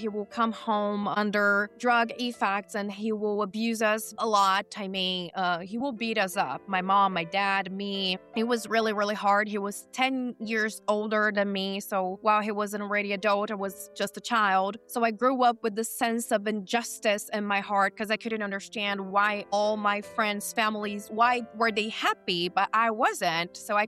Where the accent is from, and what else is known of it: São Paulo, Brazil; born or raised there; moved away as an adult; now in United States